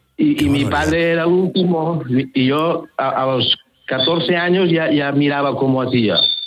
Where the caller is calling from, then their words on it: Valencian Community, Spain; Nosotros es el Valle de la Valldigna, que está Tavernes de Valldigna, Simat de Valldigna y Viniferó de Valldigna.